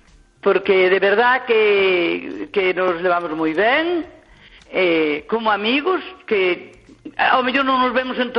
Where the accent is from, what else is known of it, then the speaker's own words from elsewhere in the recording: Teo, Galicia, Spain; now in Santiago de Compostela, Spain; E eu, como era da lá de Teio, pois ainda me tira algo para lá, a pesar de que levo 50 e moitos anos en Santiag